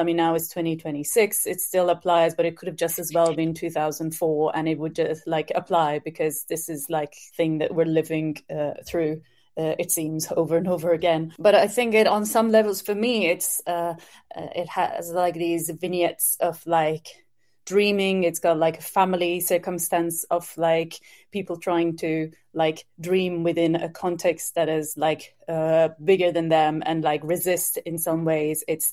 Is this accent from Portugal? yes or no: no; Iran; moved away; growing up in Iran